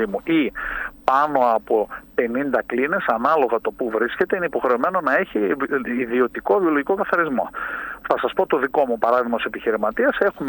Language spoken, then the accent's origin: Greek; Central Macedonia, Greece; Θα τσίτ που λένε στο χωριό μου στη Χαλκιδική.